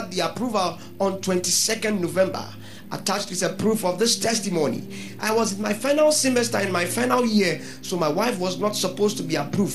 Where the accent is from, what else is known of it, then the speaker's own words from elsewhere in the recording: Ghana; moved away as an adult; now in Canada; I am a Ghanaian pharmacist, and for me to be able to practice in Canada, I need to pass an evaluation of my Ghanaian credentials.